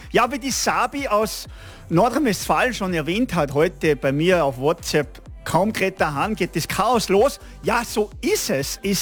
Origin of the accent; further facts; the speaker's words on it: Styria, Austria; Ich bin ein waschechter Steirer und ich freue mich, dass ich in meiner Heimat wieder on air streamen darf.